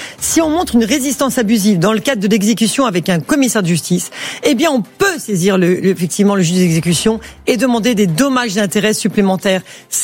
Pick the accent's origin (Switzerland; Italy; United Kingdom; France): Italy; Moi je suis italienne.